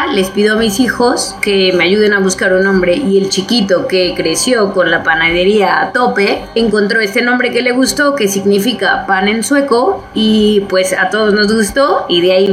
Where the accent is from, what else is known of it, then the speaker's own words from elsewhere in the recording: Mexico; moved away as an adult; now in Madrid, Spain; No, yo soy de México. Y bueno, yo estuve ya mucho tiempo con panaderías en México. Puse 3 sucursales y de ahí me vine para acá.